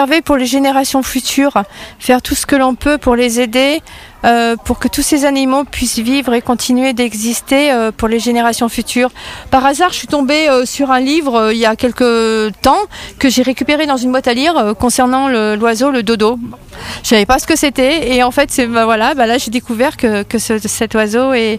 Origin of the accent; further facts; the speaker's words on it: Auvergne-Rhône-Alpes, France; now in Val de Sioule, France; Oui, alors je suis originaire de Vic.